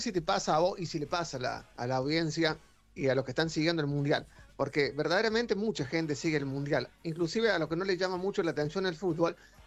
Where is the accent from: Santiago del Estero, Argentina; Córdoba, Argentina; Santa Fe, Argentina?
Córdoba, Argentina; el argentino, y sobre todo el cordobés